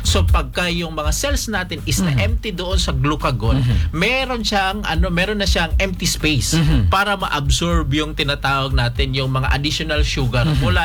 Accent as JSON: {"language": "Tagalog", "region": "Mindanao", "country": "Philippines"}